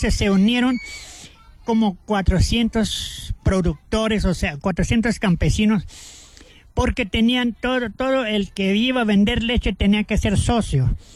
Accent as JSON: {"language": "Spanish", "region": "Chihuahua", "country": "Mexico", "said": "ahorita somos mexicanos"}